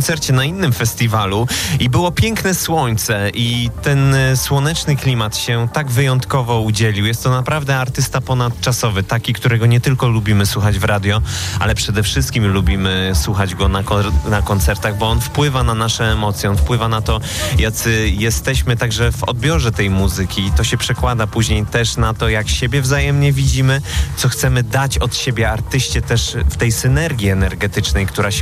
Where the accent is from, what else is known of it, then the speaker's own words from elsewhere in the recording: Poznań, Greater Poland Voivodeship, Poland; poznaniak.